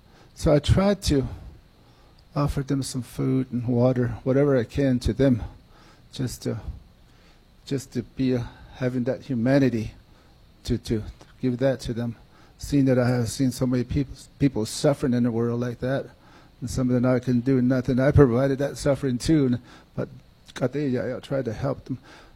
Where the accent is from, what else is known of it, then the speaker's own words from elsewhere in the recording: Forest Lake, Arizona, United States; I come from Forest Lake from Black Mesa.